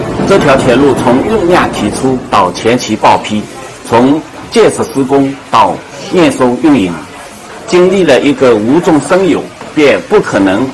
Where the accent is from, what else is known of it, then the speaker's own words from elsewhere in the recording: Taizhou, Zhejiang, China; 我们台州人骨子里有一种敢为天下先的创业精神